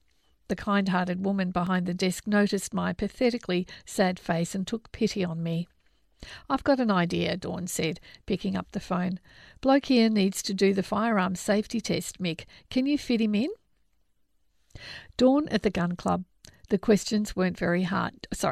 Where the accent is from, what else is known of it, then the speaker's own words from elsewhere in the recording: United Kingdom; moved away as an adult; now in Australia; Growing up in Britain, no one I knew had a gun, and licenses were practically impossible to obtain, which brings me to my first week in Australia as a newly landed migrant.